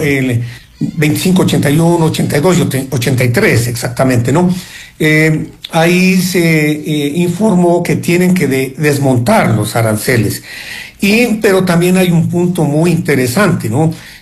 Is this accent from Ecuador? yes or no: yes; Ecuador; Ecuatorianos que nos trasladamos a Ipiales